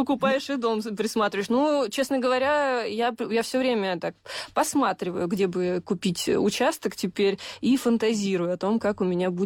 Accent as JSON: {"language": "Russian", "region": "Krasnodar Krai", "country": "Russia", "tie": "born or raised there", "moved": "yes", "said": "я родом из Краснодарского края"}